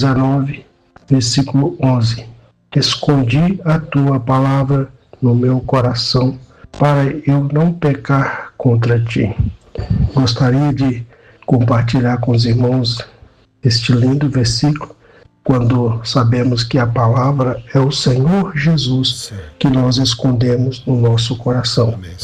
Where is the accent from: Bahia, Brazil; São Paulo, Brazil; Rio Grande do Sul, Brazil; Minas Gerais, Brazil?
Minas Gerais, Brazil; Brumadinho; sou de Brumadinho.